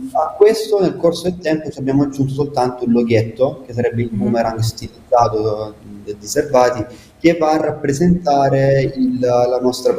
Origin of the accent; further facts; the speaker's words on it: Casarano, Apulia, Italy; noi non sapevamo minimamente come si realizza una scarpa tradizionale, nonostante se io e Marco siamo nati e cresciuti a Caserano